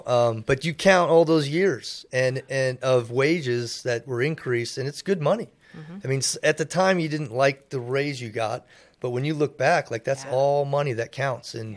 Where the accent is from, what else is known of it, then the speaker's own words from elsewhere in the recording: Lake Forest, California, United States; born there; also born or lived in Oak Lawn, Illinois; Originally born in Chicago, Illinois, Oak Lawn. My father was a local 9 journeyman lineman out there and then moved us out here to California for the California's gold. Started working for the Southern California Edison and eventually did a little circuit out here. But we settled in Lake Forest, or at the time was El Toro.